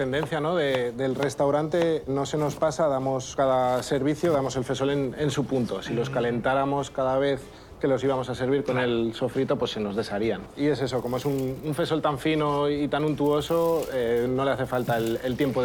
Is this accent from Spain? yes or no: yes; Aragon, Spain; accent: chapurreado; Sí, bueno, el chapurreado, ¿no?, es un poco nuestro dialecto, nuestro idioma. Es una mezcla un poco entre el castellano y el catalán. Aquí en esta zona pues se habla mucho.